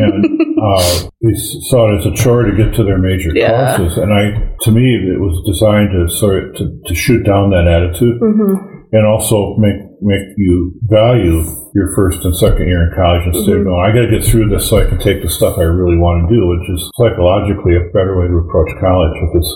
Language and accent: English; St. Cloud, Minnesota, United States; I was from St. Cloud, so I just lived at home for the first couple of years.